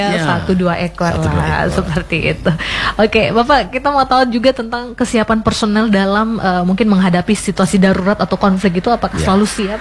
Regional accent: East Nusa Tenggara, Indonesia; karena ini terkait dengan budaya kita sebagai orang Sumba.

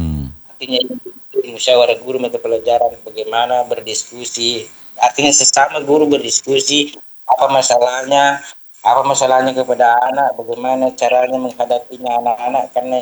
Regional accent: South Sulawesi, Indonesia; saya selalu sampaikan kepada teman-teman kalau ada kegiatan bahwa sebagai orang Bugis perlu diberikan anak-anak konsep-konsep ini di sela-sela mata pelajarannya.

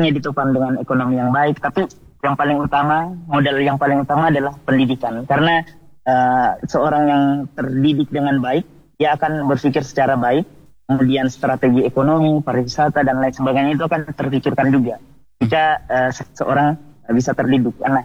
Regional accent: Majene, West Sulawesi, Indonesia; also born or lived in Mamuju; Saya sendiri alumni di besar, lahirnya di Mamuju, besarnya di Majene, Papua, dan teman-teman yang lainnya semua asli Sulbar.

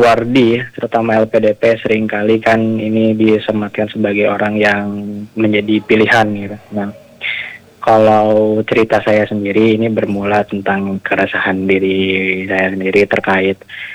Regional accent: Bandung, West Java, Indonesia; karena saya orang Bandung juga.

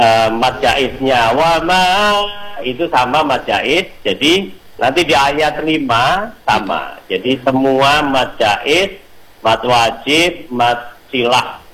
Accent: Java, Indonesia; saya orang Jawa

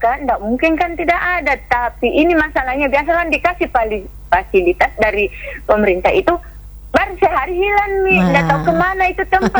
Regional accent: Makassar, South Sulawesi, Indonesia; Contoh dari saya dari Kota Daeng kok ke sini, alhamdulillah subur tanamanku.

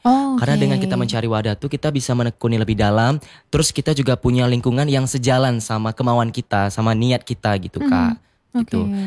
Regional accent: Bengkalis, Riau, Indonesia; Kalau dari kecil sih karena tinggalnya di Bengkalis ya.

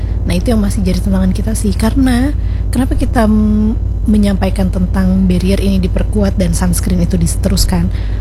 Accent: Banjarmasin, South Kalimantan, Indonesia; jadi harus hati-hati nih kita sebagai warga Banjar.

